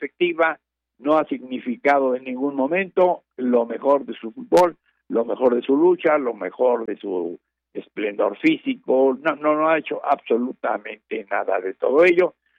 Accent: Mexico; como mexicanos nos puede, yo lo soy, me puede mucho observar el ridículo, la pena, la desgracia del fútbol mexicano

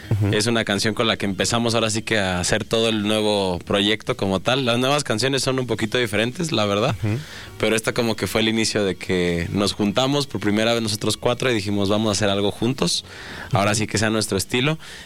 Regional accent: Aguascalientes, Mexico; Entonces, somos de aquí de Aguascalientes.

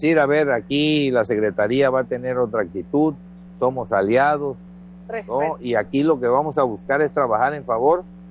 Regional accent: Jonuta, Tabasco, Mexico; Yo llegué de Jonuta, terminé la secundaria y me vine a Villahermosa junto con mi hermano a estudiar la preparatoria.

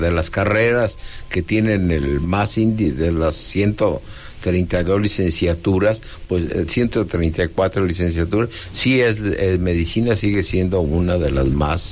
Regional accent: Michoacán, Mexico; moved away; also born or lived in Mexico City; Yo tuve que salir de mi pueblo, Acuicho del Canje, Michoacán, sí, porque no había más que primaria, maestro.

